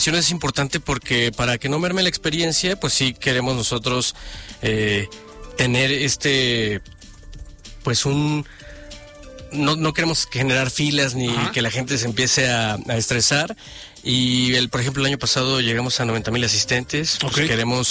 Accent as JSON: {"language": "Spanish", "country": "Mexico", "said": "algo que nos representa como mexicanos es tener este toque de humor en estas fechas"}